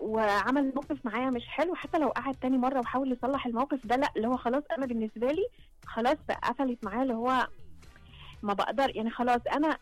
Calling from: Sohag, Sohag Governorate, Egypt; accent: Sa'idi; انا من وانا صغيره، انا من سوهاج

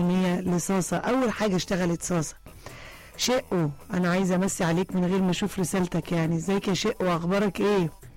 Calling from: Cairo, Cairo Governorate, Egypt; من القاهرة، وبمسي على كل الناس اللي بتسمعنا وعليكي طبعا.

